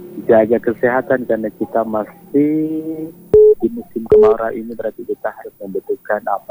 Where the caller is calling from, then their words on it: Manado, North Sulawesi, Indonesia; salam kenal dari … yang ada di Manado, Sulawesi Utara.